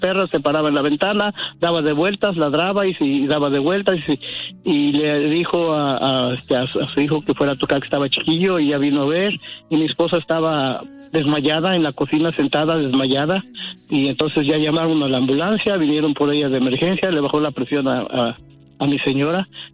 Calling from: Stockton, California, United States; De Stockton.

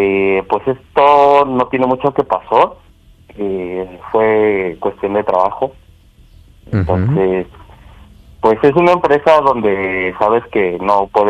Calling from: Ecatepec, State of Mexico, Mexico; Tengo 28 y soy de Ecatepec.

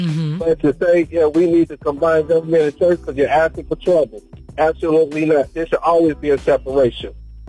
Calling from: Columbus, Ohio, United States; calling from Columbus, Ohio.

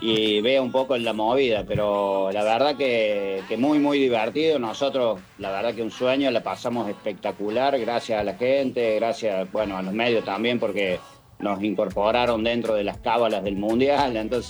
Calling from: Argentina; así somos los argentinos.

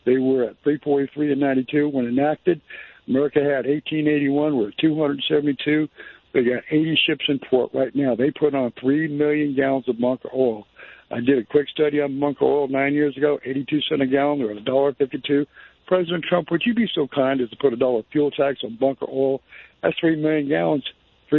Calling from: Nampa, Idaho, United States; Napa, Idaho.

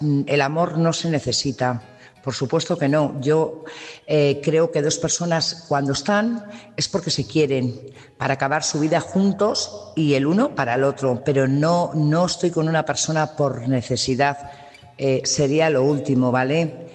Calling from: Burgos, Castile and León, Spain; Buenas noches … corresponsal de Burgos

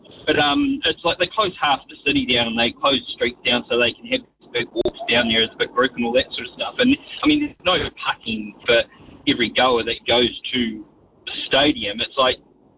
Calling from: Christchurch, Canterbury, New Zealand; I live in Christchurch.

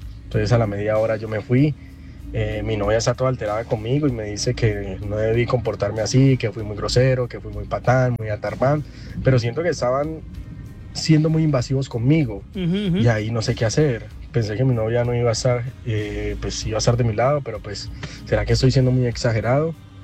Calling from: Cali, Valle del Cauca, Colombia; yo vivo en Valle Grande y mis suegros son del Caney

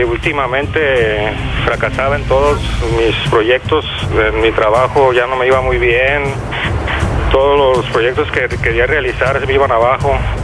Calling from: Tonalá, Jalisco, Mexico; Hablo aquí de la colonia Los Tulipanes.

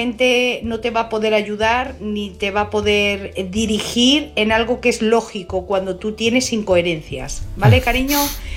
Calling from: Madrid, Community of Madrid, Spain; Hola, buenas noches. … de Madrid.

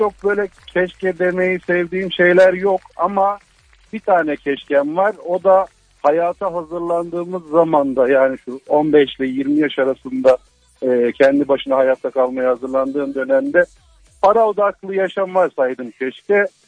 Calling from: Istanbul, Turkey; Ben Avcılar'dan arıyorum.

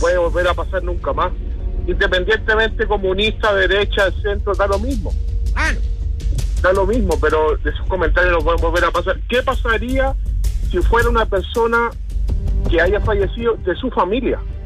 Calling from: Chile; Yo soy chileno. Casado con mujeres venezolanas, llevamos 10 años juntos.

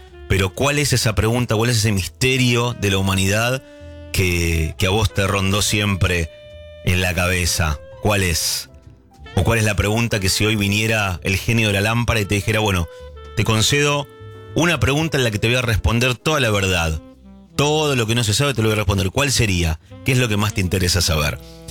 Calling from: Venado Tuerto, Santa Fe, Argentina; de Venado Tuerto, pero en este momento estoy en Londres, Catamarca.

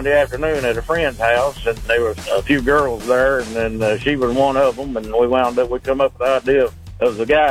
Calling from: Knoxville, Tennessee, United States; Yeah, I'm from Knoxville, but we got married. We lived in a mobile home for a while, about 9 years, and then we moved to Blaine.

